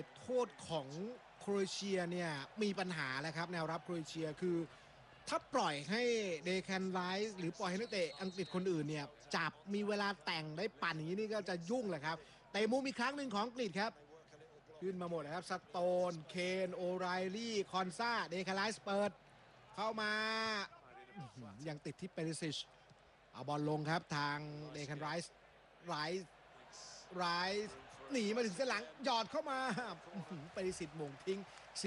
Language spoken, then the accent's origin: Thai; Bangkok, Thailand; born there